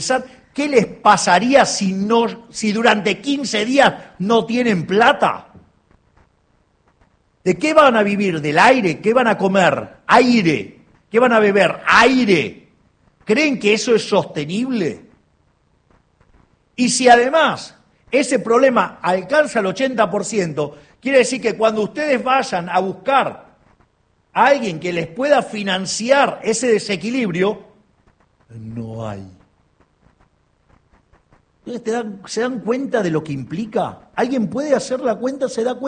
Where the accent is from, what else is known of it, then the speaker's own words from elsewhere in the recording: Argentina; nosotros que somos tan argentinos, la argentinidad del paro y todas esas cosas